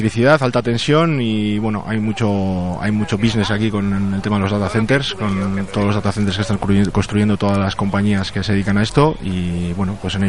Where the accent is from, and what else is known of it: Bilbao, Basque Country, Spain; moved away as an adult; now in Chattanooga, United States